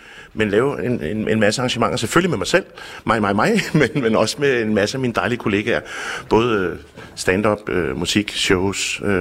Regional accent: Copenhagen, Capital Region of Denmark, Denmark; moved away as an adult; now in Zealand, Denmark; Det skal jeg også lige vende mig til som københavner.

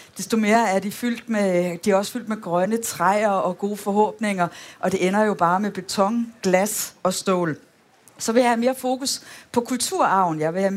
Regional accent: Aarhus, Central Denmark Region, Denmark; Som sagt, jeg er jo aarhusianer, når jeg kommer tilbage til min gamle hjemby og ser, hvad der er skudt op.

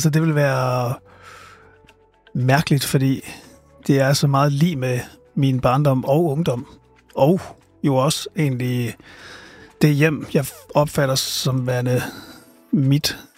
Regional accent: Silkeborg, Central Denmark Region, Denmark; also born or lived in Aarhus; Jeg er født i Aarhus, og så flyttede mine forældre til Silkeborg, da jeg var et.

